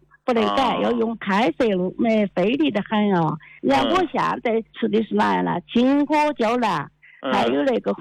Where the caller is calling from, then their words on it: Kunming, Yunnan, China; 我是昆明的一个81岁的老太太